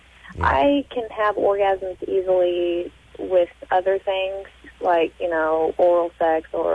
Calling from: Kansas City, United States; Yes, I'm 21. I'm from Kansas City.

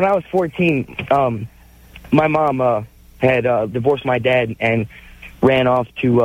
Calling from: Chicago, Illinois, United States; I'm calling from Chicago. Illinois.

